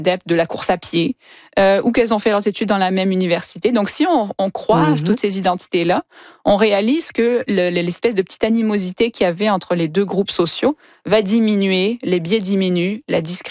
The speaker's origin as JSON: {"language": "French", "region": "Quebec", "country": "Canada", "said": "je suis québécoise."}